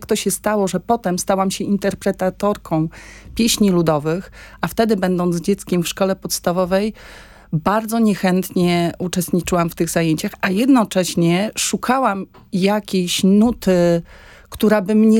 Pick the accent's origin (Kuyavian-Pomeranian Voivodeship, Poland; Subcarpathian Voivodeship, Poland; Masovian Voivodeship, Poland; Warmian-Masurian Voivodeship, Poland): Warmian-Masurian Voivodeship, Poland; Jankowo; also born or lived in Olsztyn; Urodziłam się w Olsztynie, ale wychowałam się i mieszkałam od dziecka w Jankowie, w takiej niedużej miejscowości gminnej koło Olsztyna, 20 kilometrów od Olsztyna